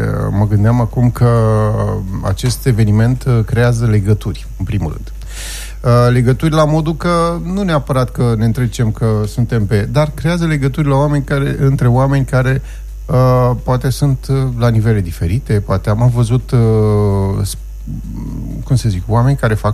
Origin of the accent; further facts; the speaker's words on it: Călărași, Călărași County, Romania; noi suntem aici pe malul Borciei, am crescut pe apă.